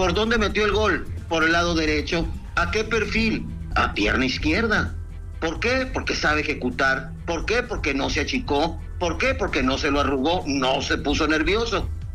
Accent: Mexico; Mi equipo, claro, obviamente soy mexicano, es México.

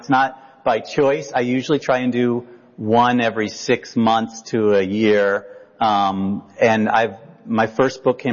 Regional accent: Princeton, New Jersey, United States; born there; I was born in Princeton, New Jersey.

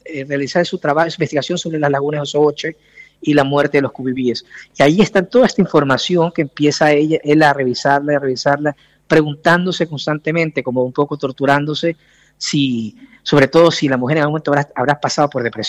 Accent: Ecuador; Mira que siendo ecuatoriano no lo había leído.

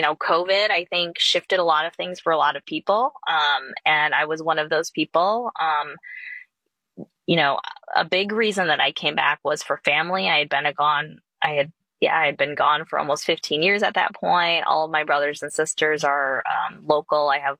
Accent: North Branch, Michigan, United States; moved away as an adult; I grew up in North Branch, Michigan.

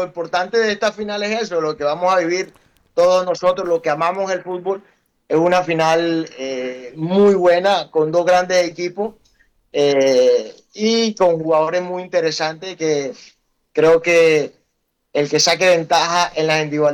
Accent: Barranquilla, Atlántico, Colombia; soy barranquillero.

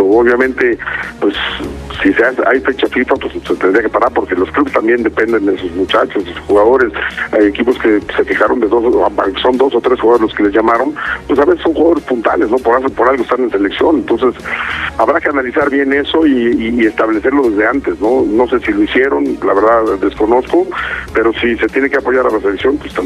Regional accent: Mexico; Si quiere llegar, quiero pelear por mi puesto como mexicano, quiero demostrar que soy puedo ser mejor que él

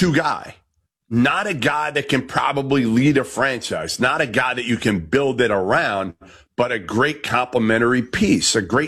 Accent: Boston, Massachusetts, United States; I grew up in Boston.

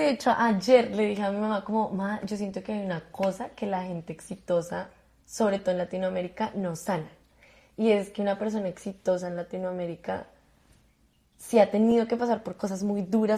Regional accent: Colombia; Porque yo venía con un promedio muy bueno de Colombia.

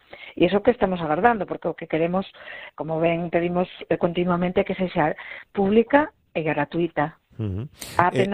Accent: Vigo, Galicia, Spain

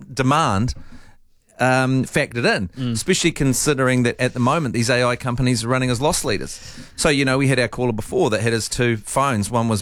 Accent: Dunedin, Otago, New Zealand; also born or lived in Invercargill; I'm from Dunedin, but my family's from Invercargill, so I spend a lot of time down there.

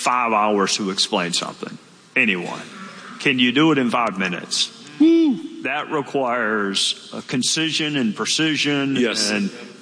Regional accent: Greenville, South Carolina, United States; born there; imagine I was born in Greenville.

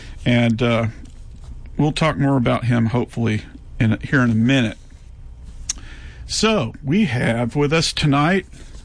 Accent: Texas, United States; now in Louisiana, United States; here in Louisiana and at home for me in Texas.

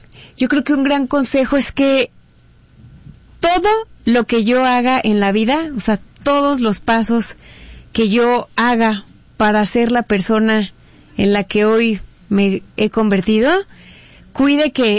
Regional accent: Puruándiro, Michoacán, Mexico; now in Morelia, Mexico; Pero soy moreliana y viví en Puruándiro hasta la secundaria, en la prepa me regresé a vivir aquí y no me he ido.

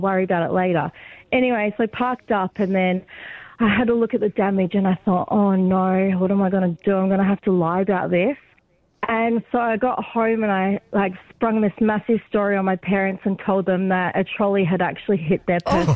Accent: Australia; And I just got a MyP licence because obviously I'm Australian.

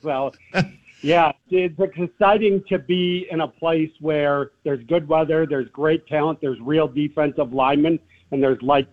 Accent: Wisconsin, United States; I arrived in Auburn yesterday after hitting up a couple high schools on the way down from my home state of Wisconsin

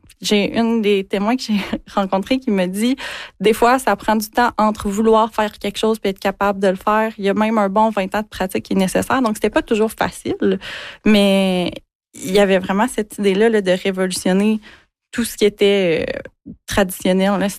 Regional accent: Quebec, Canada; dont on est dépouillé en tant que Québécois, si on veut voyager, ça coûte tellement cher

